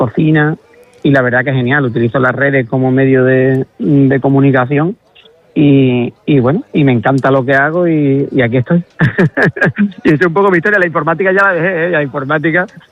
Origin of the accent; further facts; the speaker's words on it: Villanueva, Andalusia, Spain; Yo digo que Villanueva está a 40 kilómetros de todo, porque está a 40 kilómetros de Huelva capital, está a 45 de Sevilla, está a 42 del Rocío